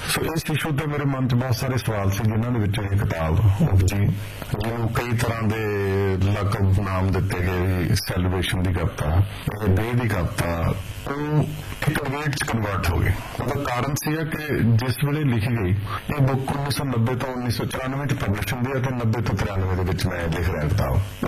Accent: Jagraon, Punjab, India; ਮੇਰਾ ਪਿਛੋਕੜ ਪਿੰਡ ਹੈ ਜਗਰਾਓ ਟਾਊਨਸ਼ਿਪ ਦੇ ਵਿੱਚ, ਅਗਵਾੜ ਪਾਉਣਾ ਜਿੱਥੇ ਮੇਰੇ ਦਾਦਕੇ ਨੇ

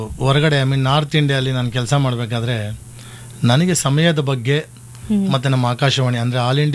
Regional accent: Karnataka, India; born there; also born or lived in North India; ಕನ್ನಡದವರಾಗಿ ನಾವು ಇಲ್ಲಿ ಹುಟ್ಟಿರೋದಕ್ಕೆ, ನಮ್ಮ ಭಾರತೀಯರಾಗಿ ಹುಟ್ಟಿರೋದಕ್ಕೆ

